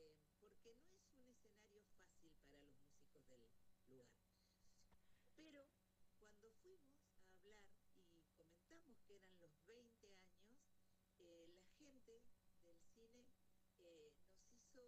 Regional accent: Neuquén, Argentina; somos de Neuquén, pero somos de Argentina

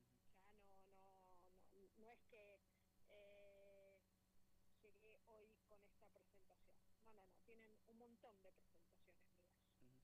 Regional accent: San Martín de los Andes, Neuquén, Argentina; Yo soy nacida y criada acá, soy cuarta generación en San Martín de los Andes.

